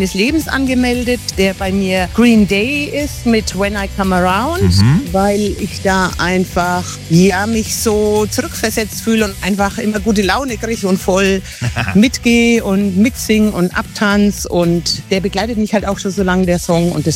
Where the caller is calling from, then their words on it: Brückenhausen am Main, Bavaria, Germany; Ich komme aus Brückenhausen am Main im schönen Unterfranken.